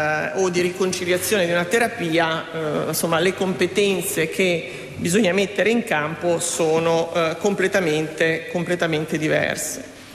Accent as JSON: {"language": "Italian", "town": "Ferrara", "region": "Emilia-Romagna", "country": "Italy", "said": "Vengo da Ferrara"}